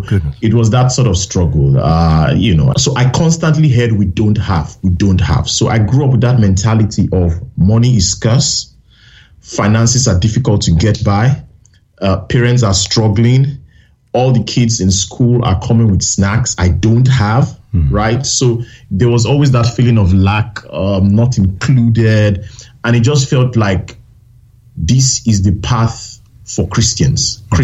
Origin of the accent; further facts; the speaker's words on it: Nigeria; I grew up in Nigeria, in a village, to be honest. But thankfully, the good part was I was born to Christian parents.